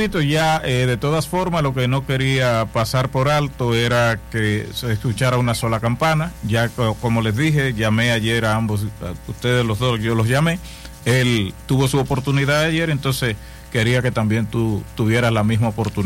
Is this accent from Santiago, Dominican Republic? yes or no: no; La Romana, Dominican Republic; Todos somos acá de La Romana